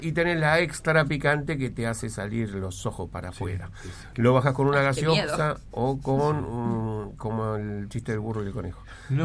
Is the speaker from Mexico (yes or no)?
no; Tierra del Fuego, Argentina; Somos fueguinos.